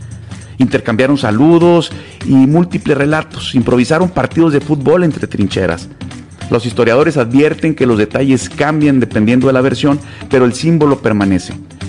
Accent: Mexico; Todos somos mexicanos.

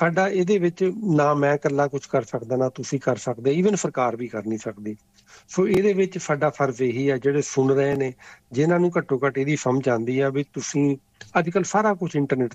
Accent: Amritsar, Punjab, India; moved away as an adult; ਮੈਂ ਵੀ ਉਸੇ ਤੇ ਜੰਮਿਆ ਪੜਿਆ, 22 ਸਾਲ ਤੱਕ ਮੈਂ ਉੱਥੇ ਰਿਹਾ, ਇਦਾਂ ਦੀ ਹਨੇਰੀ ਚੱਕੜ ਕਦੀ ਨਹੀਂ ਵੇਖਿਆ।

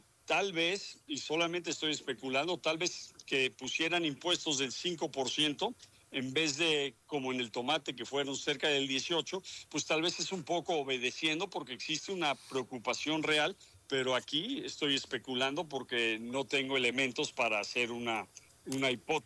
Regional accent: Mexico; Ahora viene una etapa donde nosotros, como mexicanos, los productores mexicanos de fresa, pueden apelar

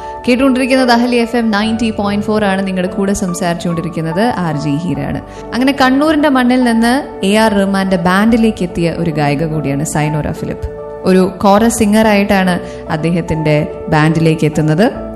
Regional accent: Kerala, India; ഒരു മലയാളി എന്ന നിലയിൽ നമുക്ക് ഒരുപാട് സന്തോഷം തരുന്ന ഒരു കാര്യമാണ്.

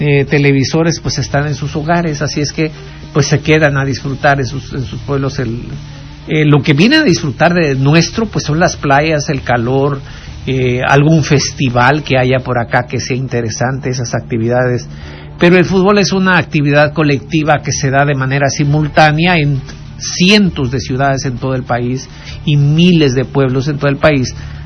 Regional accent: Mexico; Sí, nosotros somos una creación española con sangre indígena de diferentes regiones de México que no tiene que ver con los aztecas.

